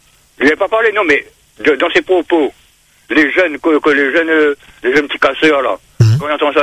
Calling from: Île-de-France, France; Moi, en Seine-et-Marne, hein.

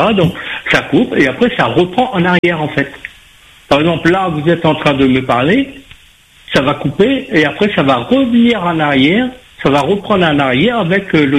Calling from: France; Je vous appelle de Métropole

